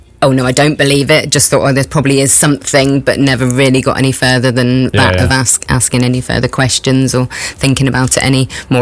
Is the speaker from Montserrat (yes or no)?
no; Totnes, South West England, United Kingdom; now in Plymouth, United Kingdom; I grew up in Totnes, so which is about half an hour away. Grew up there, always lived there. My family have always been from there. My dad had always lived there.